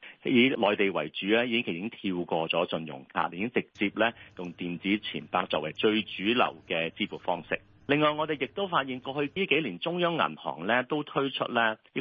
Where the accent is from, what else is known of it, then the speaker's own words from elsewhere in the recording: Hong Kong; 我哋香港人